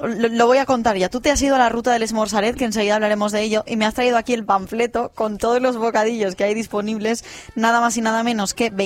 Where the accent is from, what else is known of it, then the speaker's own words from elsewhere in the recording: Burriana, Valencian Community, Spain; yo soy de Burriana, en Burriana estamos en fiestas